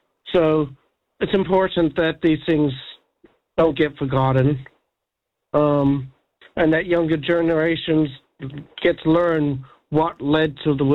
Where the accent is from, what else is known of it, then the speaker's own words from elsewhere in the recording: New Zealand; also born or lived in United States; But for me, as a New Zealander who was a child living in America at the time, it was a surreal, and it's something that's kind of etched in my memory.